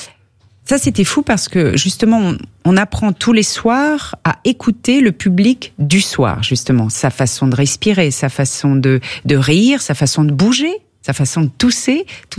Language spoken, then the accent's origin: French; Paris, Île-de-France, France; also born or lived in Cannes; moi j'ai vécu en France, à Paris, et c'est vrai, je suis née à Cannes et je connais bien Cannes parce que ma grand-mère y habitait et on y allait tout le temps.